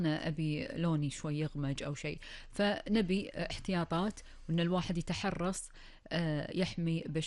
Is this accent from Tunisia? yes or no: no; Kuwait; اليوم أول فقرة من فقرات برنامج الإذاعة راح نتكلم عن أخبار الديرة وآخر المستجدات في ديرتنا الحبيبة الكويت